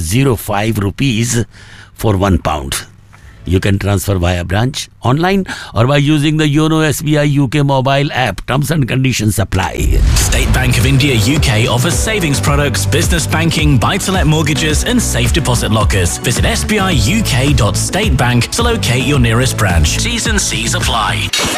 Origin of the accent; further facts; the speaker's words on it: Rohtak, Haryana, India; और भाई आज ही के दिन मेरे शहर रोहतक में जन्मे थे एक एक्टर